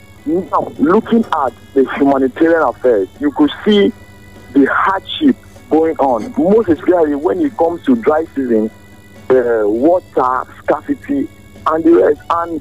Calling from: Nigeria; I'm calling from Mechanic Village.

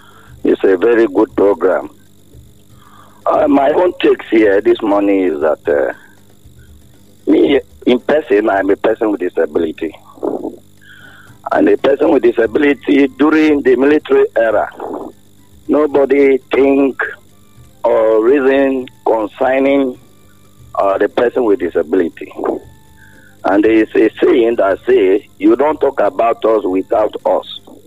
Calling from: Makurdi, Benue, Nigeria; I'm calling you from behind Lower Benue, Makurdi.

